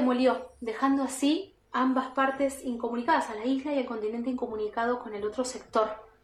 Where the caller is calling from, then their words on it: Dique Luján, Buenos Aires Province, Argentina; Yo vivo en Dique Luján, que es un pueblo en el partido de Tigre, frente a la primera sección de islas del Delta del Paraná, que es un paraíso en el mundo